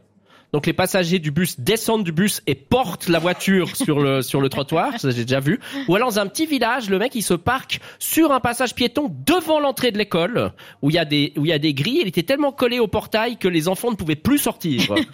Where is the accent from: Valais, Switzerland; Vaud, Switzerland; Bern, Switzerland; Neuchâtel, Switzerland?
Vaud, Switzerland; Non, mais je suis pas bête, je suis vaudois. C'est-à-dire, je veux pas déranger.